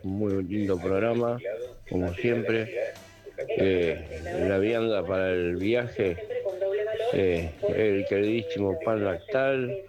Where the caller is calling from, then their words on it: Lanús, Buenos Aires Province, Argentina